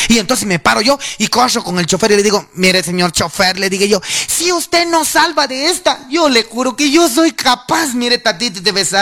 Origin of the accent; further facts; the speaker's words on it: Guatemala; Ese mi pueblo, mi Guatemala linda, déjenme contarles algo. Guatemala tiene muchas cosas representativas, ¡hombre!